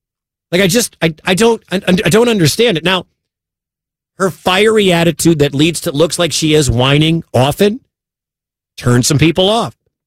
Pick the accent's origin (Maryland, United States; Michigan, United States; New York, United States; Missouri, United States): Michigan, United States; Detroit; now in West Des Moines, United States; My wife is from this part of town. I'm not from here. I'm from Detroit.